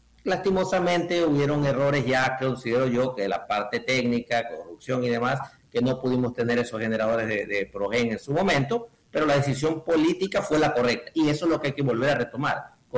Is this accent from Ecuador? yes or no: yes; Ecuador; somos ecuatorianos